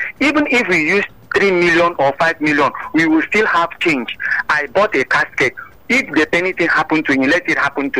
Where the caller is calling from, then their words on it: Antigua & Barbuda; calling from Antigua.